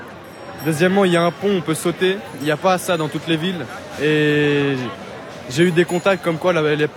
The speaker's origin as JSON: {"language": "French", "country": "France", "said": "Et je suis français."}